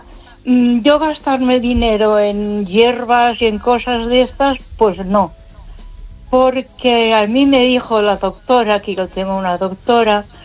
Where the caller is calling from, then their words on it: Ponferrada, Castile and León, Spain; de Ponferrada.